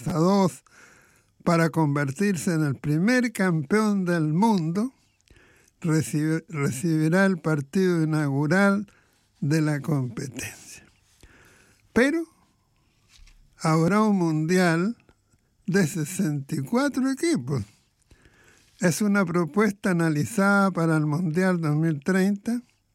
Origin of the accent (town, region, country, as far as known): Chile